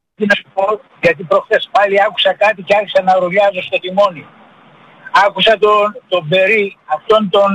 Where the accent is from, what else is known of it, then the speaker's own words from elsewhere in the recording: Thessaloniki, Central Macedonia, Greece; now in Neapoli, Greece; Γεννήθηκα και μεγάλωσα στη Θεσσαλονίκη, είμαι Μακεδόνας μέχρι τα Μπούνια. Η τύχη με έριξε να είμαι νταλικέρι στην Αθήνα και να μένω να κατοικώ στη Νεάπολη Λακωνίας.